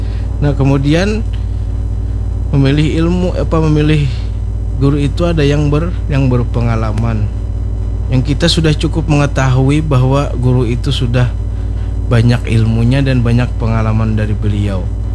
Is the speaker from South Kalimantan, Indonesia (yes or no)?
yes; South Kalimantan, Indonesia; first language Banjar; kita sebagai penuntut ilmu itu dalam bahasa kita Banjar nih lah, sambil bahasa Banjar lo nih pula bahasa ya, Banjar, iya.